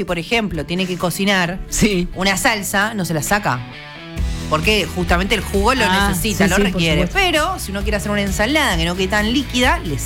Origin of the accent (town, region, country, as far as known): Argentina